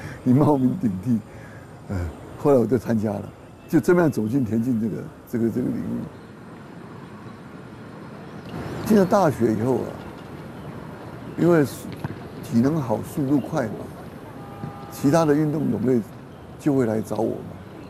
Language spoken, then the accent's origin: Chinese; Pingtung County, Taiwan; born there; also born or lived in Hong Kong; 民国1941年1月2日出生的。我母亲是北平人，父亲是广东人。那我在香港出生，3岁的时候到台湾来。最早是住在屏东县的枋寮。